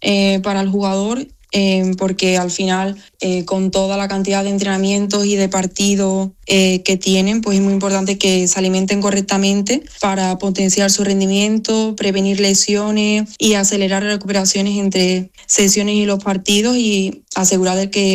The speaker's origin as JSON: {"language": "Spanish", "area": "Seville", "region": "Andalusia", "country": "Spain", "also_born_or_lived": "England", "moved": "as an adult", "lives_now": "Bulgaria", "said": "ves a todo el mundo de allí de Sevilla viendo los pasos y me encantaría poder estar allí, pero también gracias a ello pues puedo vivirlo desde aquí, desde Bulgaria"}